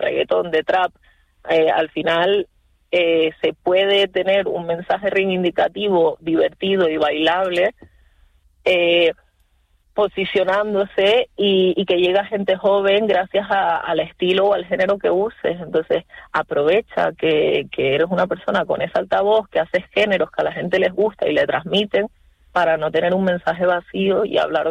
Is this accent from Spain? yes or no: yes; Canary Islands, Spain; siendo canario, canaria, habiendo nacido y vivido aquí toda mi vida